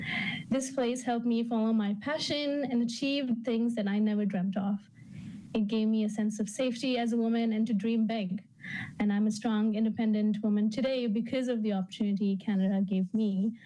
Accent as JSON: {"language": "English", "town": "Bangalore", "region": "Karnataka", "country": "India", "tie": "born or raised there", "moved": "yes", "lives_now": "Dubai, United Arab Emirates", "said": "I grew up in Bangalore, a metropolitan city in South India, and moved to Dubai with my family in 2012."}